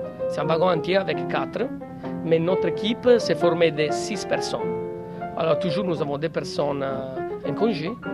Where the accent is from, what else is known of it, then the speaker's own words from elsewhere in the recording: Sardinia, Italy; French is a second language; moved away; Je suis italienne, j'arrive de l'île de la Sardaigne. Et je suis arrivé à bord en 2009.